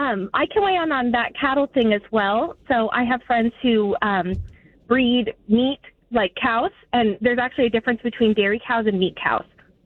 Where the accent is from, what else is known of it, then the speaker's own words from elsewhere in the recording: Utah, United States; So I must first say I'm from Utah, and that's kind of where the confusion came from.